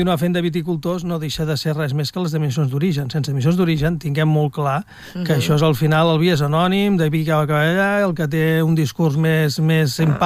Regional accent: Catalonia, Spain; som catalans

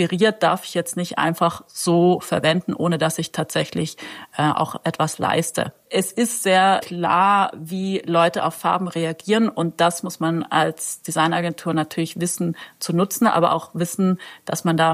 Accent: Trentino-Alto Adige, Italy; Ja, ich komme nämlich aus Südtirol und hier gibt es ein Milchunternehmen, das Miller heißt.

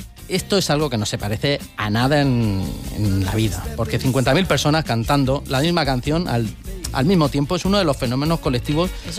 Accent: Orihuela, Valencian Community, Spain; a mi pueblo, a Orihuela

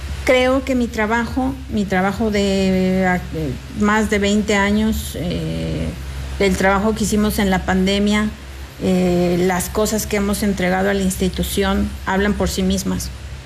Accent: San Luis Potosí, Mexico; Pero soy una ciudadana, soy potosina y tengo mucha preocupación porque este no es el San Luis que yo quiero para la familia

